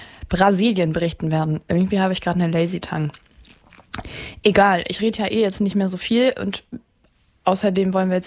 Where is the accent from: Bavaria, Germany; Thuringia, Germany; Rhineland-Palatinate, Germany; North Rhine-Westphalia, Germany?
North Rhine-Westphalia, Germany; ich glaube, die kommen aus Dortmund und ich bin auch aus NRW, deswegen zieht es mich da immer ein bisschen hin.